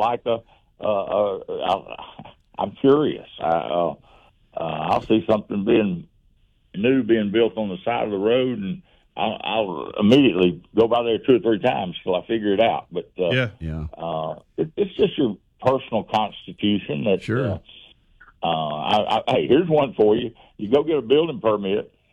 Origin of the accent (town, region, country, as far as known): Calera, Alabama, United States; born or raised there